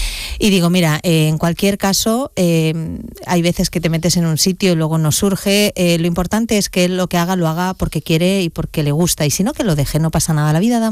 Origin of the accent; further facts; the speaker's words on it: Valencia, Valencian Community, Spain; Tú sabes que yo me crié en Valencia. En Valencia la Semana Santa no se vive como en Andalucía, ni por asomo.